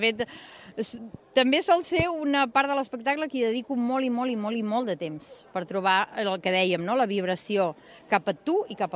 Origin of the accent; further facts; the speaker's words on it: Girona, Catalonia, Spain; also born or lived in Terrassa; de Girona. Sí, sí, jo estic allà vivint i nascuda, bueno, nascuda a Terrassa, però viscuda a Girona molt de temps, i d'allà, però després hem passat per molts i molts llocs.